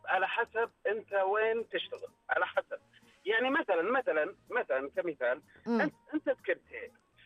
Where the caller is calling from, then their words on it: Riyadh, Riyadh Province, Saudi Arabia; من الرياض